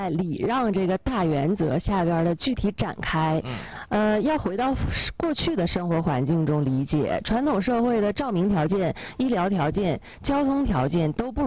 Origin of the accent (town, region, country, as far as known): Jilin, China